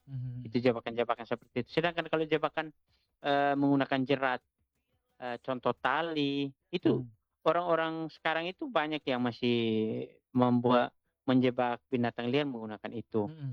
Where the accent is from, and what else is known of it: East Nusa Tenggara, Indonesia